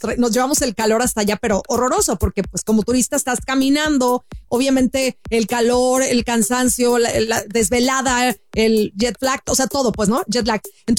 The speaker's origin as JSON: {"language": "Spanish", "region": "Sinaloa", "country": "Mexico", "said": "peor que mi zona de donde yo estoy, de Sinaloa, que también siempre es caliente."}